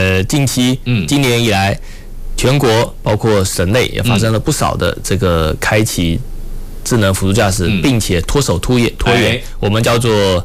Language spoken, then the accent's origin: Chinese; Fuzhou, Fujian, China; 因为我是福州人，这个普通话这个翘舌平台智驾和自驾分不清楚啊